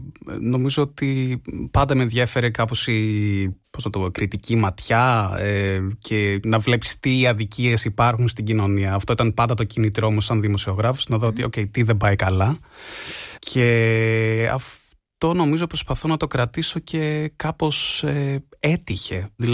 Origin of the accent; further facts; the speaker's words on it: Greece; μέχρι το 13 είχα μόνο την ελληνική υπηκότητα, δηλαδή και στα χαρτιά ήμουνα μόνο Έλληνας, τους έλεγα ότι είμαι Έλληνας, και λέει, αφού δεν φαίνεσαι σαν Έλληνας.